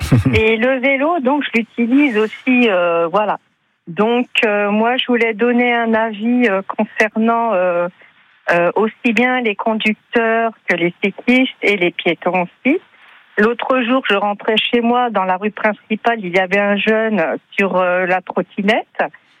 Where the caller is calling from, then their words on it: Châlonvillars, Bourgogne-Franche-Comté, France; De Chalon-Villard.